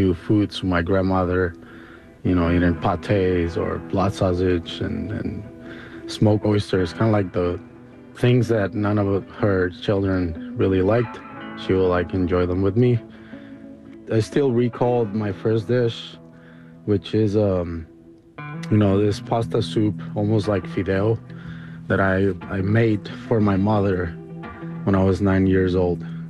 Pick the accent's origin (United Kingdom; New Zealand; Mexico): Mexico; Rosarito, Baja California; now in Escondido, United States; I grew up in Rosarito Beach